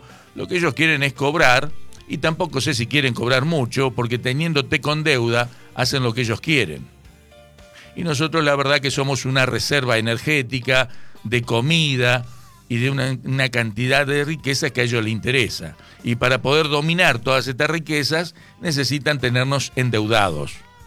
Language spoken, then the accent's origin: Spanish; Argentina; nosotros como argentinos